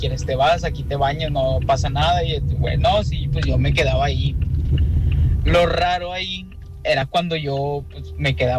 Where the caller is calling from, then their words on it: Apodaca, Nuevo León, Mexico; yo vivo en Apodaca